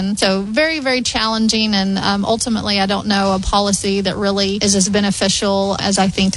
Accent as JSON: {"language": "English", "country": "United States", "said": "we're very proud as American beef producers"}